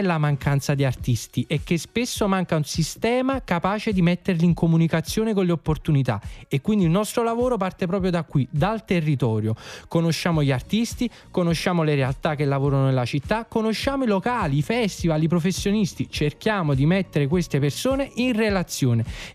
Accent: Naples, Campania, Italy; da Napoli non vado via

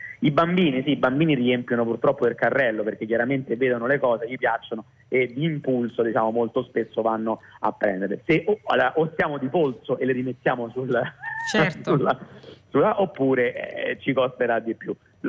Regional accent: Rome, Lazio, Italy; io adesso parlo da romano

